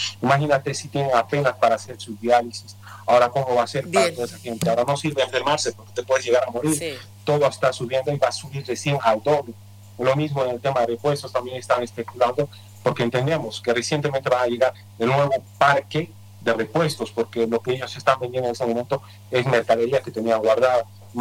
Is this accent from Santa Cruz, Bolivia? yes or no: no; Cochabamba, Bolivia; el agua en Cochabamba, en la ciudad, en la zona sur, por lo menos de donde yo vengo